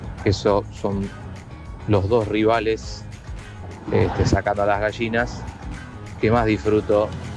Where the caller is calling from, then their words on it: Buenos Aires, Argentina; de Floresta